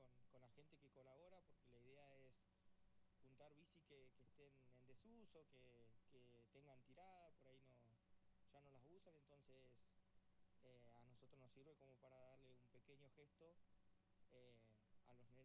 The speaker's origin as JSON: {"language": "Spanish", "town": "Las Lajas", "region": "Neuquén", "country": "Argentina", "said": "yo soy de Las Lajas, soy profe de educación física, estoy trabajando en Uncal"}